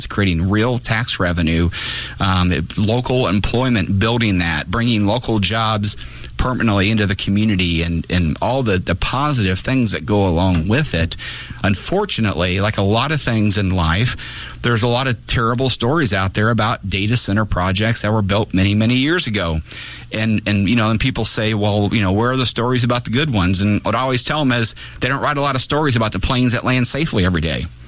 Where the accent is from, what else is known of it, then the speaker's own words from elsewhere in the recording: Divernon, Illinois, United States; I grew up in Divernon.